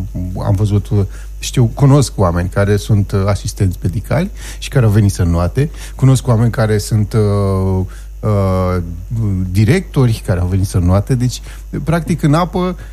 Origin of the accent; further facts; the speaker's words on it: Călărași, Călărași County, Romania; noi suntem aici pe malul Borciei, am crescut pe apă.